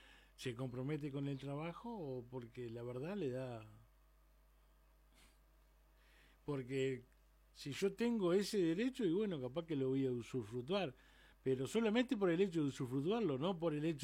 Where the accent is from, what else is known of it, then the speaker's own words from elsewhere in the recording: Uruguay; Somos uruguayos, doctor.